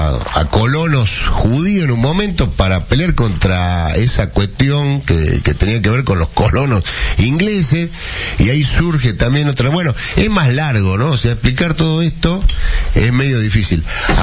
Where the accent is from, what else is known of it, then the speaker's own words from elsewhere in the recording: Argentina; Porque judío soy yo y soy peronista, soy